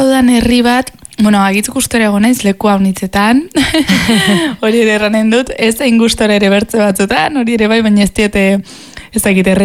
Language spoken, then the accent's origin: Basque; Bera, Navarre, Spain